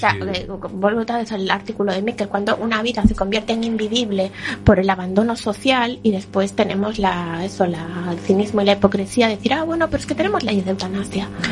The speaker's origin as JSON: {"language": "Spanish", "town": "A Coruña", "region": "Galicia", "country": "Spain", "said": "los coruñeses somos cascarilleros."}